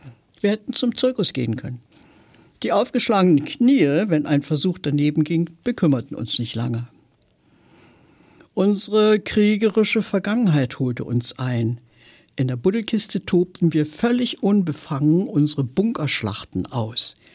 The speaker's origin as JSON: {"language": "German", "region": "Berlin", "country": "Germany", "said": "Ich stamme zum Beispiel aus Berlin, war auch gewissermaßen Frontstadt."}